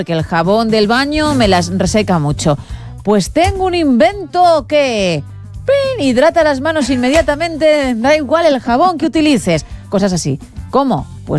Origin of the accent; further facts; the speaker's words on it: Italy; Me has tocado mi tierra, me has tocado Italia